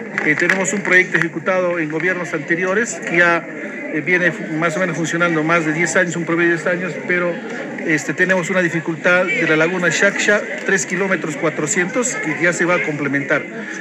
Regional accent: Olleros district, Ancash, Peru; mi pueblo del distrito de Hierro.

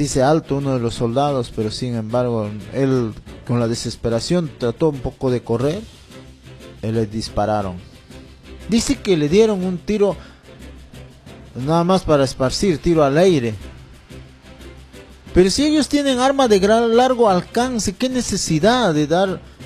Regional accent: Tambillo, Junín, Peru; mi pueblo querido, Tambillo, distrito de Ricrán, provincia de Jauja

